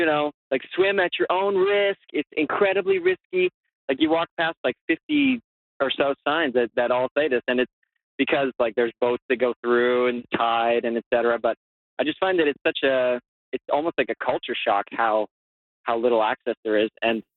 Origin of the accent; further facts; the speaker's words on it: Ontario, Canada; moved away; I'm a transplant from Ontario. I moved here about like 6 or 7 years ago, and I think it's permanent.